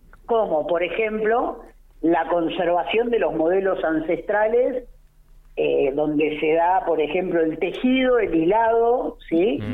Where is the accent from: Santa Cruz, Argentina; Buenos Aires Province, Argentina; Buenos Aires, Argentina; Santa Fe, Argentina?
Santa Cruz, Argentina